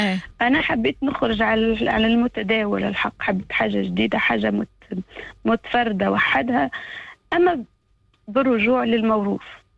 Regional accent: Gafsa, Gafsa Governorate, Tunisia

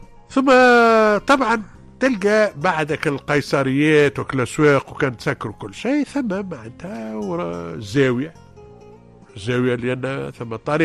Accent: El Kef, Kef Governorate, Tunisia; بلادي ومدينتي

